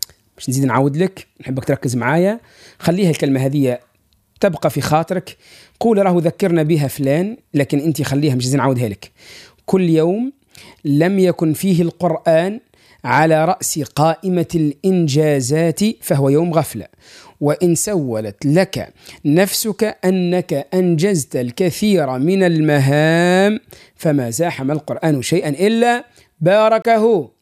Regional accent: Tunisia

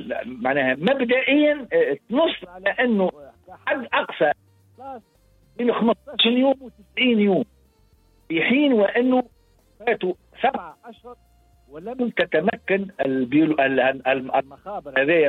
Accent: Tunisia; أنا كمواطن تونسي

